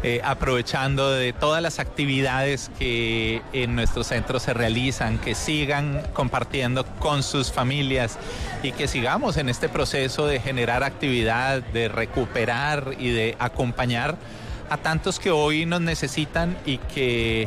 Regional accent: Colombia; nos merecemos como colombianos seguir construyendo desde la armonía

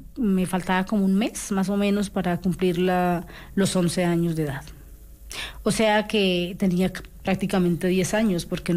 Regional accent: Casanare, Colombia; yo soy del departamento del Casanare.

